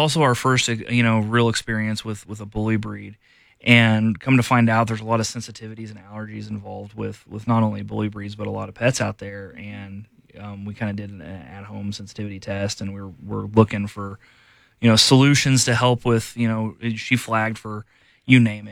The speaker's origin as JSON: {"language": "English", "town": "Derby", "region": "Kansas", "country": "United States", "also_born_or_lived": "Idaho / Utah / California / Michigan", "moved": "yes", "lives_now": "Colorado, United States", "said": "Yep, I'm originally from the booming metropolis of Derby, Kansas, just south of Wichita."}